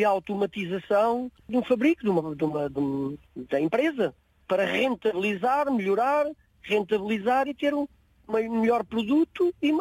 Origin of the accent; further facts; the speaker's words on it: Abrantes, Santarém, Portugal; now in Portimão, Portugal; porque eu sou residente, sou natural de Casais de Revelhos, Abrantes.